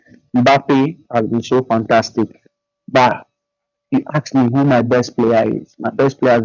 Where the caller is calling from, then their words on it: Zebila, Upper East, Ghana; I'm calling, I'm calling from Zebila.